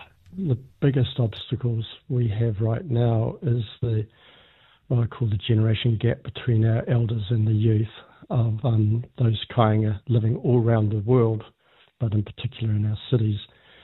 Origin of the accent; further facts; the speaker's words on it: Maketu, Bay of Plenty, New Zealand; So I'm from Makutu. We used to live up on the cliffs behind Makutu